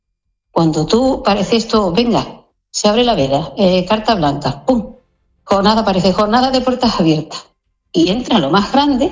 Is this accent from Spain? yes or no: yes; Ceuta, Spain; Nosotros somos españoles. Tanto Ceuta como Melilla y independientemente de la creencia religiosa, nuestros vecinos, ¿no? ¿Qué digo yo? Nuestra población caballa, mayoritariamente es musulmana y cristiana